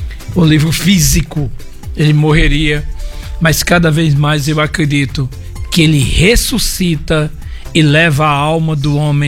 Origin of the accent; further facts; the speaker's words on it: Northeast Region, Brazil; Eu deito numa rede, porque sou nordestino.